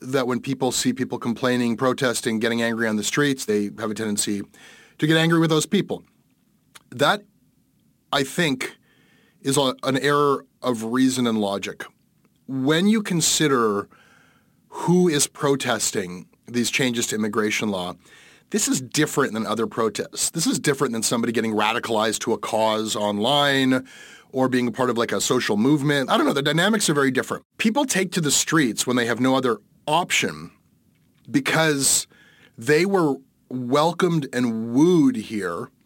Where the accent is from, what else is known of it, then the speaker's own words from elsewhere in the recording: Canada; born there; I was lucky enough just to be born into, you know, being Canadian.